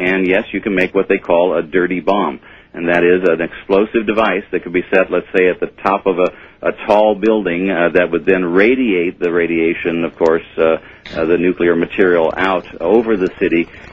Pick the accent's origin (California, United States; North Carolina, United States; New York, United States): California, United States; I grew up in California